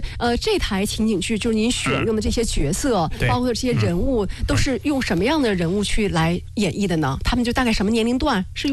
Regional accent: Shijiazhuang, Hebei, China; 又是咱们的家乡人，

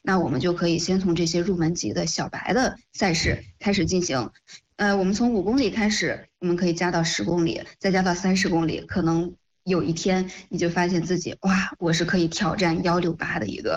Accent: Chongli, Hebei, China; 那我自己呢，也是其中的一员，其实也是在用这种方式来，为我们的家乡文旅来助力。

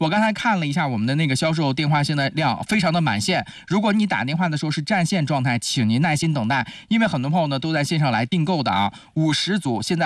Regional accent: Xingtai, Hebei, China; 因为我们老家呢是邢台这边，我们老家这边也产那个粉条

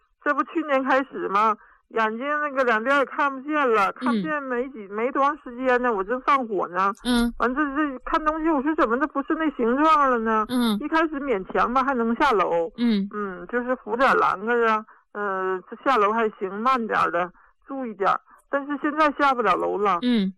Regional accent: Daqing, Heilongjiang, China; 哎，王老师，我家是大庆的。黑龙江省大庆的。

